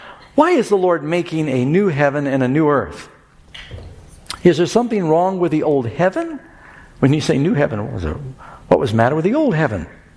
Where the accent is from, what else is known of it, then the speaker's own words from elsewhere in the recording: New York City, New York, United States; also born or lived in Los Angeles / Miami; I was born in Los Angeles, millions of people down there. I don't know how many now. And Mom moved to New York, grew up in New York City, another big city.